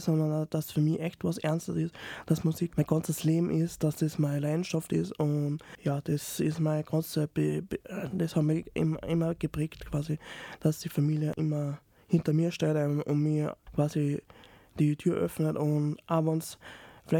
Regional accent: Salzburg, Austria; Ich bin in Salzburg-Liefering aufgewachsen, habe die Vorschule und die erste Klasse in Liefering bestritten. Dann sind wir umgezogen in Daxam und bin dann weitergegangen in Daxam.

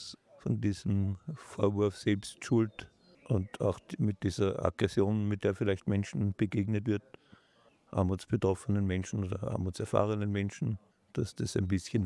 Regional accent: Linz, Upper Austria, Austria; ich bin aus Linz.

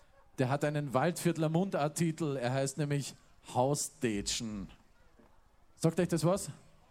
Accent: Germany; Ich bin selber Deutscher

